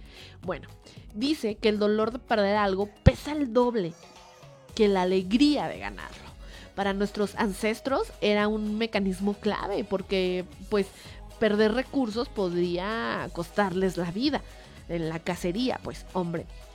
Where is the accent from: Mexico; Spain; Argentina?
Mexico; Somos mexicanos, ¿no? Y de todos modos nos sentimos orgullosos.